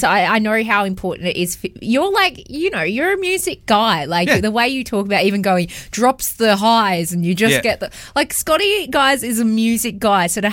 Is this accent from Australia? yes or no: yes; Dubbo, New South Wales, Australia; because I'm from Dubbo originally, and at the Dubbo show he'd performed and it was raining and cold that night, so Mum packed us up and took us home.